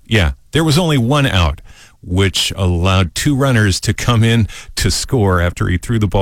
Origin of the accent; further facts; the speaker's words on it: Seattle, Washington, United States; I was born and raised in Seattle, so I've been a lifelong Seattle Mariners fan.